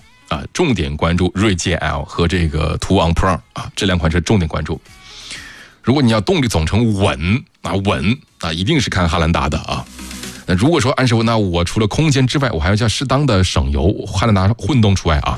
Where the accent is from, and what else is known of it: North China, China; born or raised there